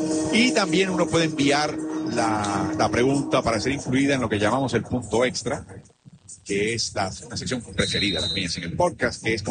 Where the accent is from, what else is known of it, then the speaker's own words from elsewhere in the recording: Mexico; Ok, yo soy mexicano, resido en México, quiero ver un juego de Steelers